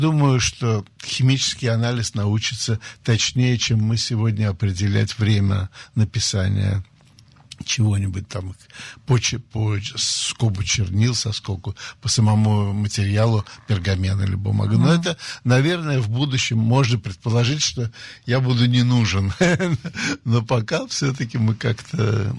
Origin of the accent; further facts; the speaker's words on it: Saint Petersburg, Russia; Слушайте, я мальчик питерский, занимался каратэ, прошел русскую армию советскую, вообще командиром танка был